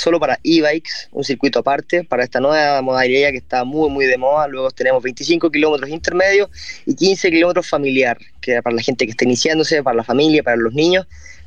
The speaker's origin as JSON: {"language": "Spanish", "town": "Huelquén", "region": "Santiago Metropolitan Region", "country": "Chile", "tie": "born there", "said": "mi querido Huelquén, el pueblo donde yo nací, ¿verdad? Junto a mi padre, mi hermano"}